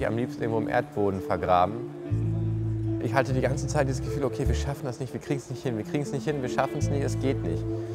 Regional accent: Essen, North Rhine-Westphalia, Germany; ich bin 21 Jahre alt, gebürtig aus Essen.

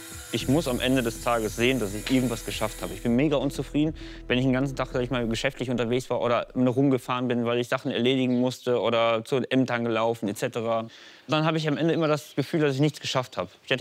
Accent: North Rhine-Westphalia, Germany; hier aus dem schönen Sauerland. Vom Guten im Werge, so heißt unser Hof hier. So. Also ich bin hier auf dem Hof aufgewachsen dachte immer, ich könnte nicht schöner wohnen

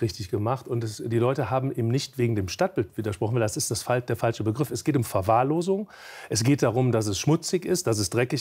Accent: Cologne, North Rhine-Westphalia, Germany; ich komme ja aus Höhenberg und Pfingst in Köln, wo der Pfarrer Meurer mein Pastor gewesen ist.

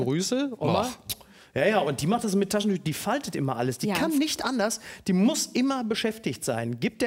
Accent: Recklinghausen, North Rhine-Westphalia, Germany; Wir kommen ja, du kommst ja aus Unna, ich komme aus Recklinghausen, du kommst aus Recklinghausen.

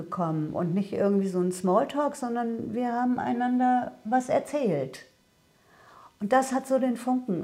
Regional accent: Gelsenkirchen, North Rhine-Westphalia, Germany; werde 70 im nächsten Monat. Ich bin gebürtige Schalkerin.

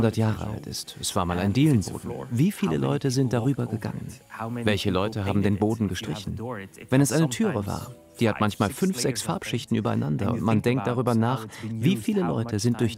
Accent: Bruges, Flanders, Belgium; Ich bin in Brügge zur Schule gegangen. Jetzt wohne ich etwas außerhalb. Aber das wird immer meine Stadt bleiben.

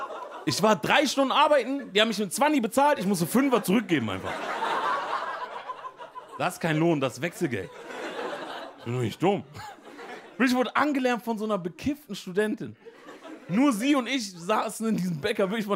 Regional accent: Emden, Lower Saxony, Germany; Ich gehe ganz in den Norden. Ich bin aufgewachsen in Emden.

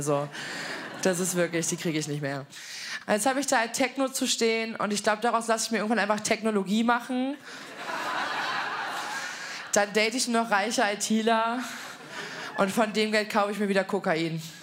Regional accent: Berlin, Germany; ich komme offensichtlich aus Berlin, aber ich trinke seit 7 Jahren keinen

